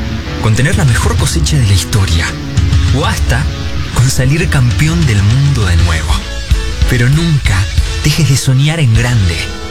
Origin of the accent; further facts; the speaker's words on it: José C. Paz, Buenos Aires Province, Argentina; De José C. Paz.